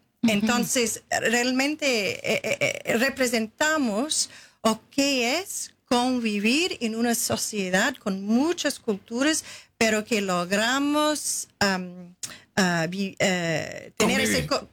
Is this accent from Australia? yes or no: yes; South Australia, Australia; Spanish is a second language; also born or lived in Sydney; Bueno, yo nací en Sydney y yo viví en Sydney hasta a los 11 años. Después mi familia sí trasladé al sur, South Australia.